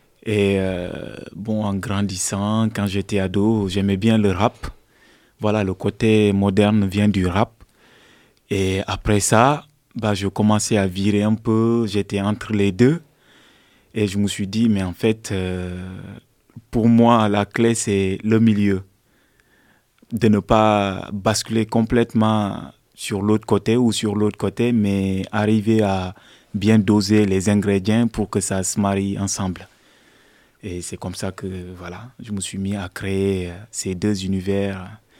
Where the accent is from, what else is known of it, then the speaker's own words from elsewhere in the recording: Senegal; j'ai grandi au Sénégal, donc, et c'est ma mère qui m'a éduqué. Et c'est comme ça que je me suis vu un peu plus comme un Sénégalais, comme un Guinéen, parce que je connais plus la culture sénégalaise que la culture guinéenne